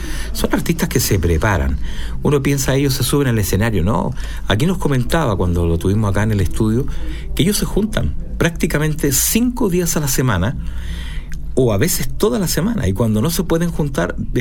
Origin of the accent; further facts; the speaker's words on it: Chile; yo soy chileno, soy nacionalista